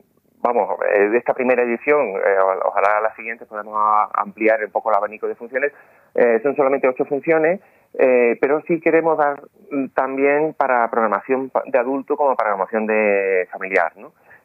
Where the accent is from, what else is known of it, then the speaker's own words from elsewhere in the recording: Morón de la Frontera, Andalusia, Spain; es de Morón de la Frontera, de mi pueblo